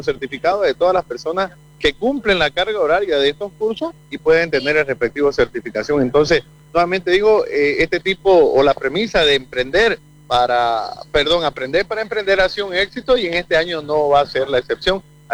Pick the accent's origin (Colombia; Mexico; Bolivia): Bolivia; nacido y criado en Villabús, Guavirá